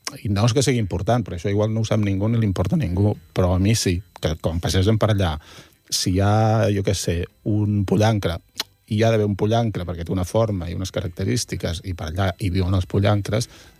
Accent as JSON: {"language": "Catalan", "town": "Taradell", "region": "Catalonia", "country": "Spain", "said": "Sí, que és d'on jo soc de Taradell"}